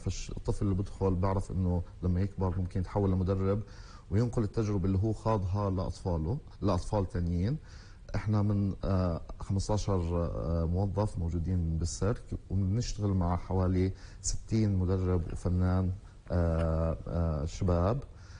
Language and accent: Arabic; Palestine; وإحنا الفلسطينيين عايشين على الأمل